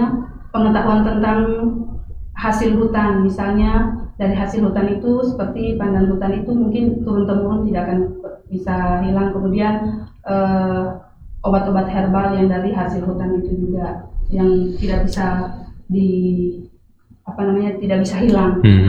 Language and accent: Indonesian; Central Sulawesi, Indonesia; kalau untuk di desa saya, Desa Masewo